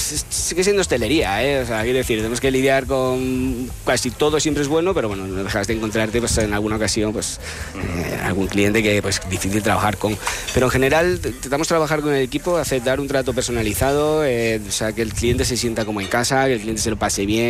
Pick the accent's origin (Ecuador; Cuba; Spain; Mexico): Spain; Casar de Cáceres, Extremadura; Yo soy extremeño. Extremadura por bandera, soy del Casar de Cáceres, guiño, de la torta del Casar.